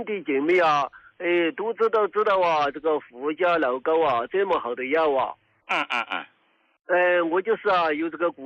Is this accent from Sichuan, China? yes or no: yes; Sichuan, China; 胡老师，我是四川的一个听众。